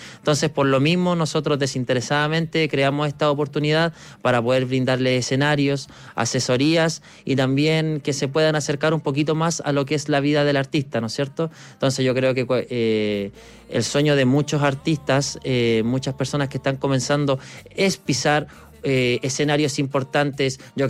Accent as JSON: {"language": "Spanish", "town": "Curacaví", "region": "Santiago Metropolitan Region", "country": "Chile", "tie": "born or raised there", "said": "enviarle un cariñoso saludo a mi Curacaví, que me ha visto crecer, que es mi tierra"}